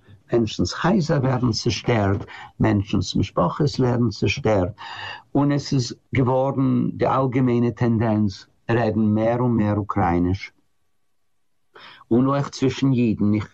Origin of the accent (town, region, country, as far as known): United States; German is a second language